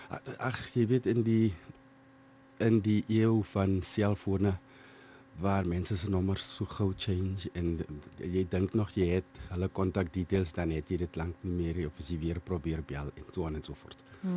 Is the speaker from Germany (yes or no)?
no; Windhoek, Khomas, Namibia; also born or lived in South Africa; Ek was gebore in Suid-Afrika. Maar my ouers het die tyd Suid-Wes-Afrika toe kom trek, toe ek nog baie jonk was. Ek het skool hier begin. Ek was op Kamams Primair.